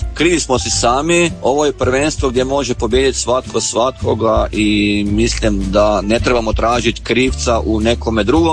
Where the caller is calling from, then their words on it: Croatia; Mi smo Hrvati